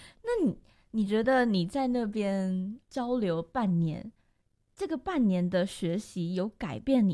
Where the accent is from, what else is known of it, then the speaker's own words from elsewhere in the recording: Taiwan; accent: Taiwanese accent; 像我这样正常的台湾腔